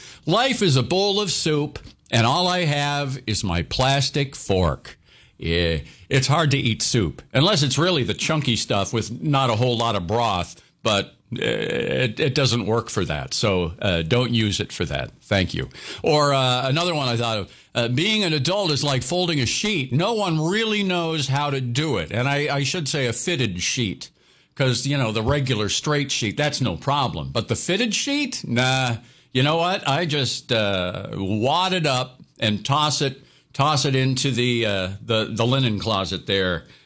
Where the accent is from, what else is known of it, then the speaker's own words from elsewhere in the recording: Fargo, North Dakota, United States; moved away; I come from Fargo, you know, and that's how we talk up there in Fargo all the time.